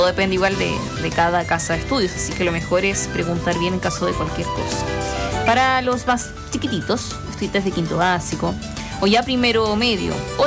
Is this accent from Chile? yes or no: yes; Chile; como buen chileno uno siempre anda a última hora